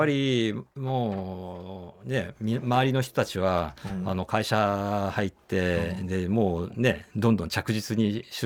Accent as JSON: {"language": "Japanese", "town": "Hachioji", "region": "Tokyo", "country": "Japan", "tie": "born or raised there", "said": "僕は東京の八王子出身なんですけども、今の八王子じゃなくて、昔の八王子って本当に田舎だったんですよ。だからもうそこら中、もう山とか林、川、田んぼがあって"}